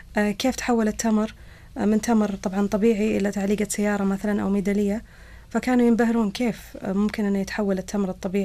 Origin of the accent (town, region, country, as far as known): Saudi Arabia